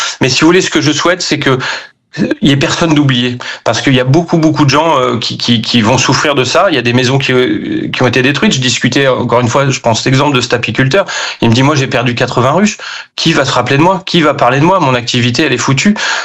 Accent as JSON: {"language": "French", "town": "Le Temple", "region": "Nouvelle-Aquitaine", "country": "France", "said": "Moi, je suis du Temple, on bénéficie aussi des commerces du Porche."}